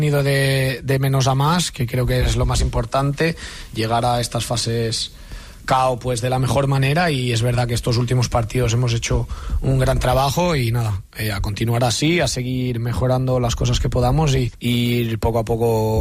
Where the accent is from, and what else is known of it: Alella, Catalonia, Spain; born there